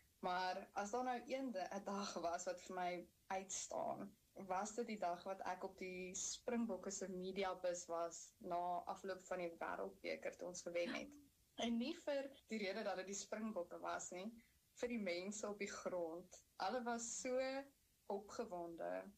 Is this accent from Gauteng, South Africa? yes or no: yes; Johannesburg, Gauteng, South Africa; moved away as an adult; now in Wellington, New Zealand; So ja, ek het my hele lewe lank in die Wesrand groot geword en gebly en selfs toe ek uit die huis uitgetrek het ook in die Wesrand gebly. En ja, ek smal oor Johannesburg en baie lief vir waar ek vandaan kom.